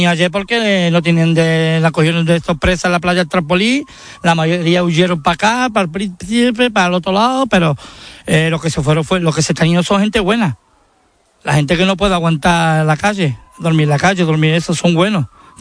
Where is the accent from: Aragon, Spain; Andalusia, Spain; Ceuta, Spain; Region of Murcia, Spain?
Ceuta, Spain; Yo la lucha que tengo es por mi ciudad, por mis caballas.